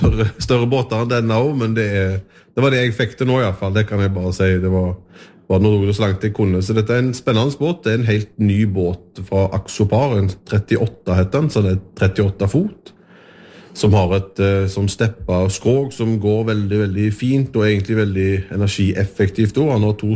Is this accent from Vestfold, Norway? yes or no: no; Rogaland, Norway; som vestlending og ute på Haugalandet med å bruke den, så det har føltes naturlig.